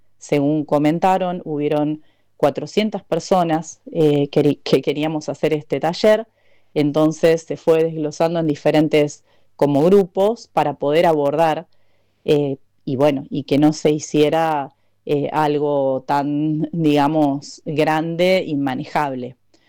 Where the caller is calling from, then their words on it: Cosquín, Córdoba, Argentina; de Cosquín